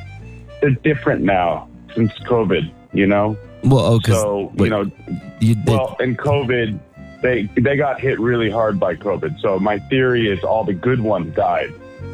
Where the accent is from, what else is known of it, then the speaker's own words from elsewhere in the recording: United States; born there; I'm American. I was born in America.